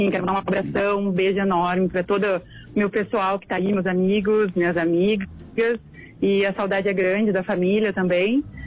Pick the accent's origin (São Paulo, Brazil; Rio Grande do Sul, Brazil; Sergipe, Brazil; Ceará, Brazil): Rio Grande do Sul, Brazil; Porto Alegre; moved away as an adult; now in Cascavel, Brazil; Sim, eu sou de Porto Alegre.